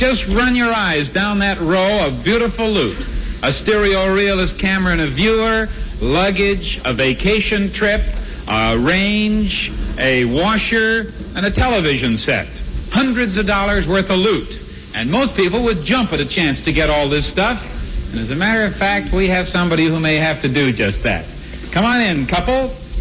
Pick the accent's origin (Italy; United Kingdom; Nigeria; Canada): Canada; now in United States; I'm a Canadian myself.